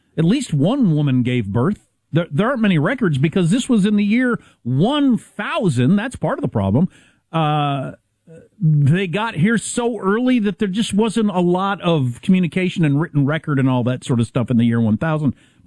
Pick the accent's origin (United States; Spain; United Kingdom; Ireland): United States; South Dakota; So South Dakota, my home state